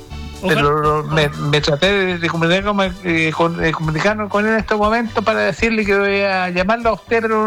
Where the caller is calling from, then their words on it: Santiago, Santiago Metropolitan Region, Chile; Yo vivo en Santiago, pero estoy por estos lados, estos días.